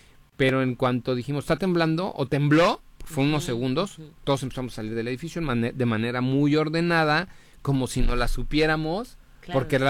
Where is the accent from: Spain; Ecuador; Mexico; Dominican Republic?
Mexico; Mexico City; now in Cancún, Mexico; soy de la Ciudad de México.